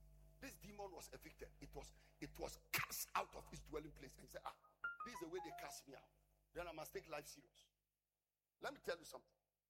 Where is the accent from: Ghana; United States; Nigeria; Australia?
Ghana; Upper East; We are an evicted regional. Nobody likes us or respects us in this Ghana. When you say, I come from Upper East region, or I'm going to Upper East region, they say, hey!